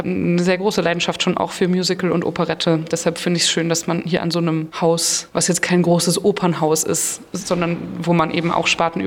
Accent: Neustrelitz, Mecklenburg-Vorpommern, Germany; Ja, ich habe hier in Rostock schon studiert an der HMT und ich komme aus Neustrelitz.

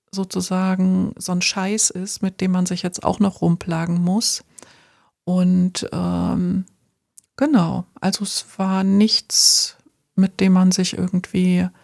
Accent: Thuringia, Germany; ich bin in Thüringen aufgewachsen, in so einem klitzekleinen Dorf, auf einem Bauernhof.

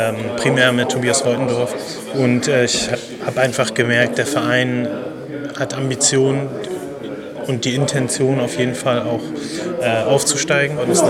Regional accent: Hamburg, Germany; now in Rostock, Germany; Ich bin Hamburger Jung

